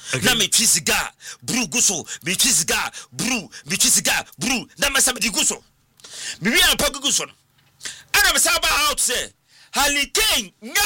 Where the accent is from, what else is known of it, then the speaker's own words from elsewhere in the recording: Ghana; brother from Ghana.